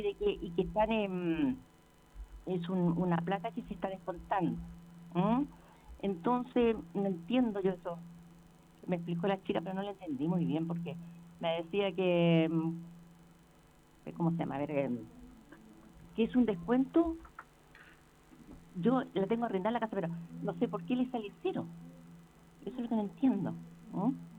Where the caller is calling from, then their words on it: Valparaíso, Chile; que soy de acá de Valparaíso, de Playa Ancha. Pero tengo un sustituto de una casa que arriendo acá en el Valparaíso.